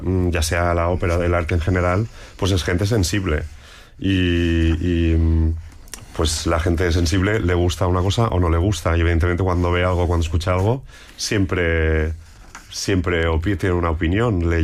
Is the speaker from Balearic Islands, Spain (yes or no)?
yes; Balearic Islands, Spain; moved away as an adult; now in Madrid, Spain; porque yo me fui de Mallorca, pues hará unos 25 años, sí, más o menos, sí, o alguno más. Y, o sea, ya llevo más tiempo fuera que en casa.